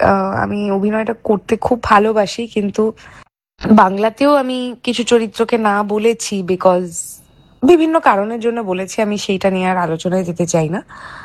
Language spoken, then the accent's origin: Bangla; West Bengal, India; একজন বাঙালি হয়ে বা একজন ইন্ডিয়ান হয়ে